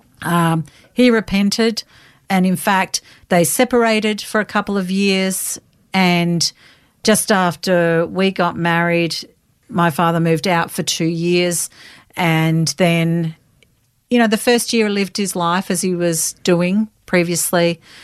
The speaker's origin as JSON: {"language": "English", "town": "Melbourne", "region": "Victoria", "country": "Australia", "tie": "born or raised there", "said": "I was born in Melbourne. In Blackburn, actually. That's where I've lived."}